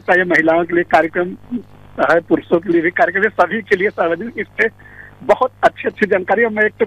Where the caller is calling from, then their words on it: Prayagraj, Uttar Pradesh, India; जिला प्रयागराज उत्तर प्रदेश।